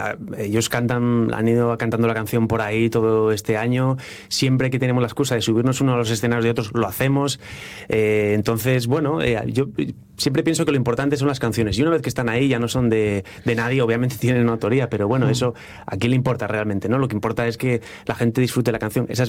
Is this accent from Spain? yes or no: yes; Luanco, Asturias, Spain; en mi pueblo, en Luanco, cada vez que alguien me ve, siempre me dice, que estás más flaco que la última vez que te vi